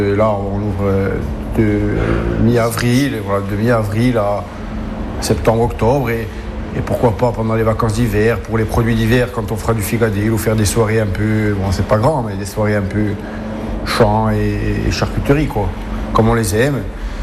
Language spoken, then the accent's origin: French; Corsica, France; moi je suis originaire de Multivao, j'ai mes porcs sur la commune de Multivao